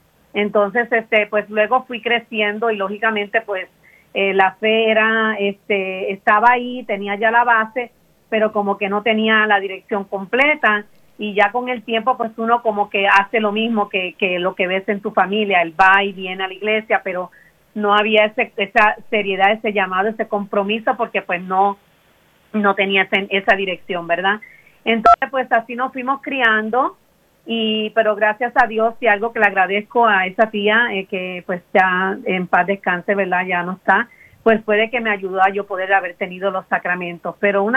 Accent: Puerto Rico; moved away as an adult; also born or lived in Florida; now in United States; en mi país era un poquito difícil encontrar el trabajo, por eso fue lo que nos hizo dar el cambio a Estados Unidos

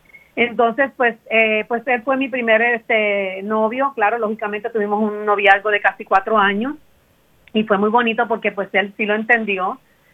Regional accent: Puerto Rico; moved away as an adult; now in United States; Pero lo que mi esposo trabajó, pues en mi país era un poquito difícil encontrar el trabajo, por eso fue lo que nos hizo dar el cambio a Estados Unidos, porque mi esposo pues trabajó para ser mecánico de avión, y entonces en Puerto Rico

